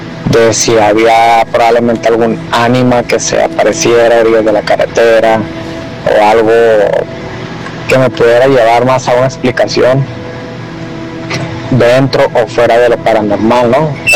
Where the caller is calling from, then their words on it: Sinaloa, Mexico; Yo soy de Sinaloa.